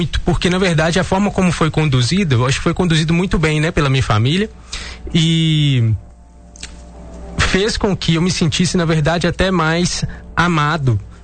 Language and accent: Portuguese; Minas Gerais, Brazil; nascido e criado aqui no Vale do Aço.